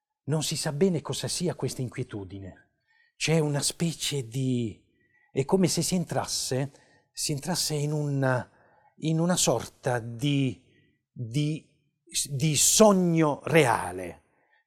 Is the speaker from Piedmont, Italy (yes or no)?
no; Apulia, Italy; poi inserisco un grande sasso, che è un sasso della mia terra, delle Murge, e compongo la meteora